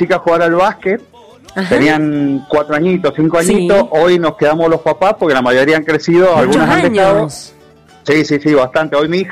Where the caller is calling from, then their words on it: Godoy Cruz, Mendoza, Argentina; De Godoy Cruz.